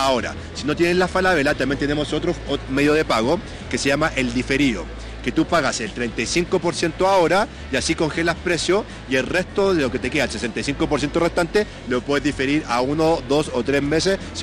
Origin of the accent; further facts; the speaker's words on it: Chile; now in Colombia; Yo vengo de Chile